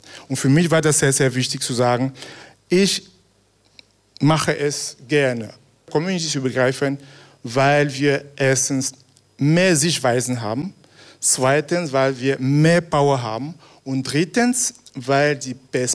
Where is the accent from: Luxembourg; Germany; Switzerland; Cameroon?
Cameroon; now in Austria; Ich meine jetzt, ich komme aus Kamerun, und wir sind immer daran gewöhnt, dass die Kolonialmacht uns immer in Ethnien geteilt hat.